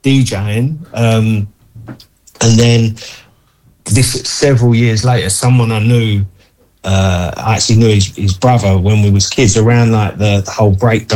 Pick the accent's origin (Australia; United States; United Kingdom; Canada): United Kingdom; Colchester, East of England; Yeah. In Colchester. I was born in Colchester in Essex.